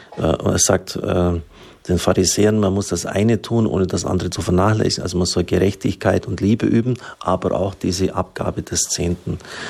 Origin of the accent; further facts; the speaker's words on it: Baden-Württemberg, Germany; Ich bin ein Schwabe.